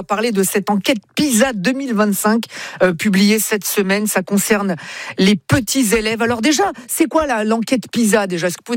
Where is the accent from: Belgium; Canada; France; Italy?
Italy; Moi, je parle, je suis italien, moi. Je parle avec les mains, moi, tu le sais bien.